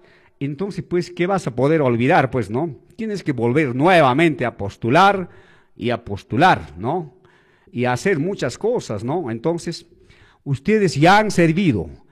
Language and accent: Spanish; Chumbivilcas, Cusco, Peru; que gestionara para mi provincia de Chumbivilcas.